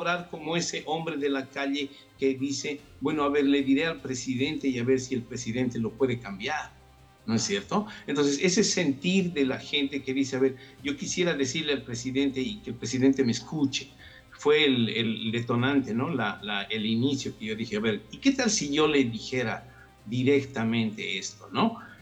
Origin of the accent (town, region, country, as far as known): Bolivia